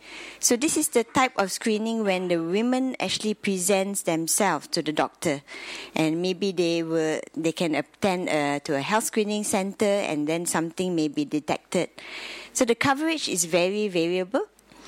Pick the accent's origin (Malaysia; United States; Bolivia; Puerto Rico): Malaysia; So I'm from Malaysia.